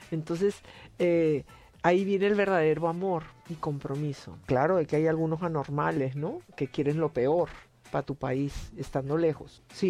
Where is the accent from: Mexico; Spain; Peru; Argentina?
Peru; moved away